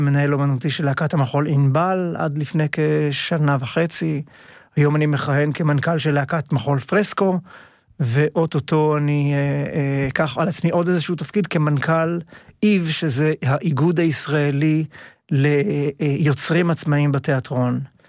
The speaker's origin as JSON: {"language": "Hebrew", "town": "Rehovot", "region": "Central District", "country": "Israel", "said": "אני מרחובות"}